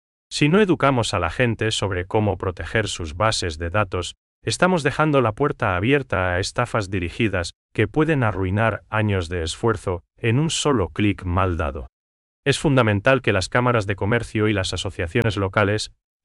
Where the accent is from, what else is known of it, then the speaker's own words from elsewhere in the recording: Paraguay; esa calidez que nos caracteriza como paraguayos